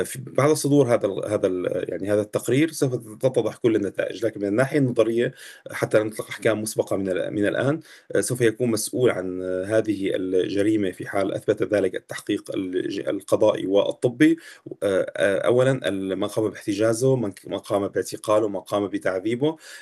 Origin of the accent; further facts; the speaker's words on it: Syria; نحن نتحدث كسوريين عانوا من ذاكرة يعني صعبة فيما يتعلق كشعب سوري طبعا بالسجون